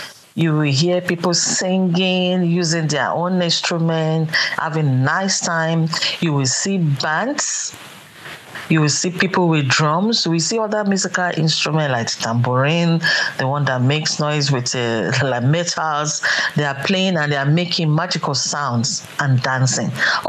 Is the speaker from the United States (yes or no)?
no; Nigeria; moved away as an adult; now in Ireland; I'm originally from Africa, precisely from Nigeria. I've been in Ireland for almost 25 years, so that is my root.